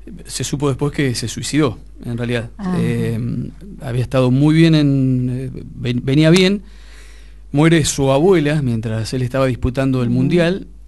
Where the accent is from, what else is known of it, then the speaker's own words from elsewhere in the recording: Argentina; Hoy Argentina, los argentinos, estamos, está el país como muy, muy cuestionado, ¿no?